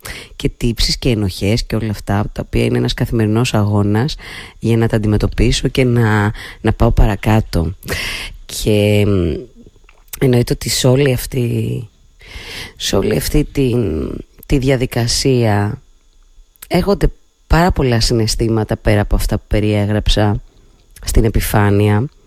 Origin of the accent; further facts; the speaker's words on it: Central Greece, Greece; moved away; όταν ήμουν μικρή στο χωριό μου.